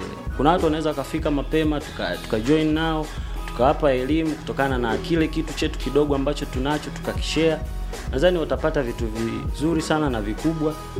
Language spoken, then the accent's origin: Swahili; Singida, Tanzania; now in Dar es Salaam, Tanzania; mimi ni rapper. … natoka Singida